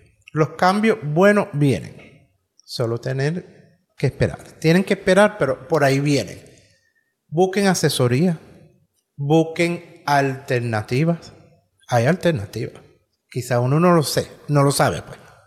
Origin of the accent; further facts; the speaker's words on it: United States; born there; first language English; Spanish is a second language; Yo nací aquí.